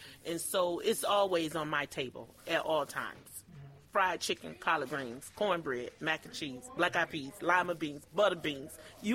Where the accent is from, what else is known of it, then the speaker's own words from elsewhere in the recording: the South, United States; I mean, I'm from the South, and I know particularly growing up in the South, we ate a lot of pork dishes, chitlins, neck bones, and all that type of stuff.